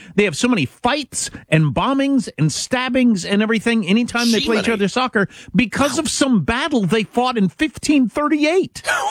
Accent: United States; as an American

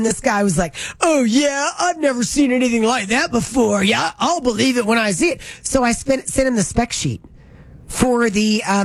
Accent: Florida, United States; moved away; My town in Florida is still pretty, I mean, it's a small city, big town

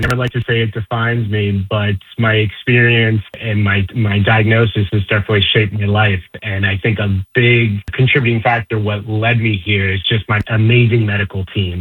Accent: Pittsburgh, Pennsylvania, United States; moved away as an adult; now in Philadelphia, United States; I'm born and raised in Pittsburgh and grew up there, I live in Philadelphia now

